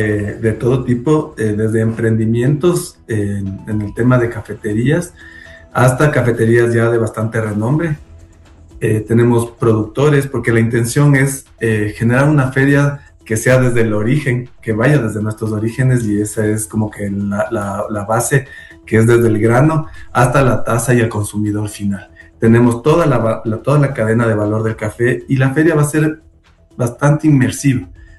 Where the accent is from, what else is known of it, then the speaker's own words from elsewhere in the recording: Ecuador; nosotros como ecuatorianos